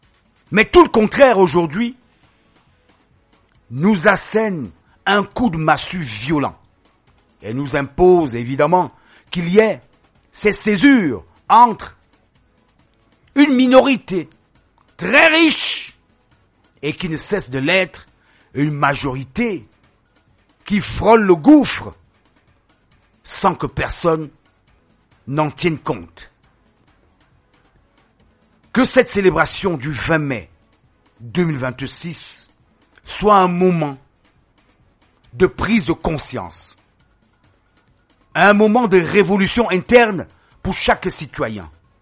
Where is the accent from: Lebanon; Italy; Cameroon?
Cameroon; Je suis Camerounais parce que j'appartiens à une communauté. Je suis Camerounais parce que je suis un tribaliste notoire.